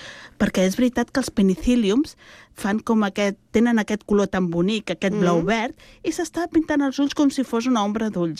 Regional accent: Montcada i Reixac, Catalonia, Spain; jo de petita vivia a Montcada

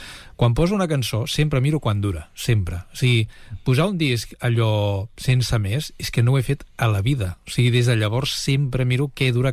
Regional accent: Catalonia, Spain; accent: Catalan; tant tu com jo, que som catalanoparlants, però que també parlem més o menys correctament el castellà, si parlem en castellà se'ns nota el nostre accent català

